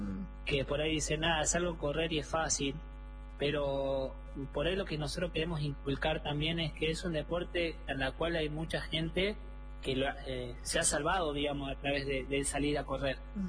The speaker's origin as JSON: {"language": "Spanish", "region": "Córdoba", "country": "Argentina", "said": "Después está Mikey de Salta, bueno, yo soy de Córdoba, está Mikey de Salta, está Rodrigo de Córdoba también"}